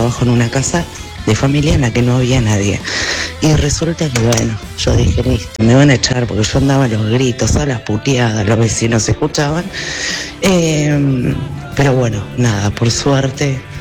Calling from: San Isidro, Buenos Aires Province, Argentina; de San Isidro.

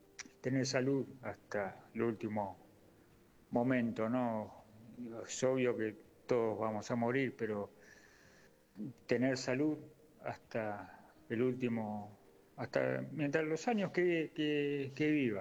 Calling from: Buenos Aires, Argentina; de Parque de los Patricios.

